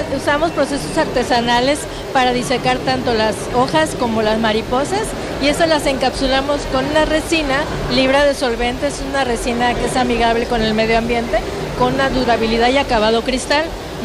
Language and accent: Spanish; Mérida, Yucatán, Mexico; Pues aquí estamos presentes, somos de Mérida, Yucatán.